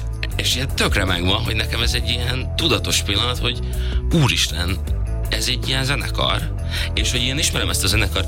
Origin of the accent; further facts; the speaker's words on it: Gödöllő, Pest, Hungary; még a Döllőn laktunk, vagy hát én is így tulajdonképpen ott nőttem fel